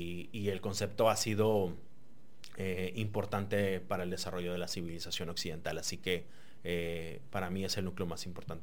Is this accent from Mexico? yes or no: yes; Mexico